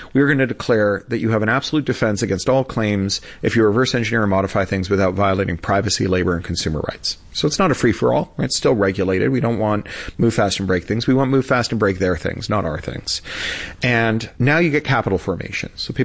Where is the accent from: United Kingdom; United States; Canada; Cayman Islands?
Canada; Like all the best Americans, I'm Canadian.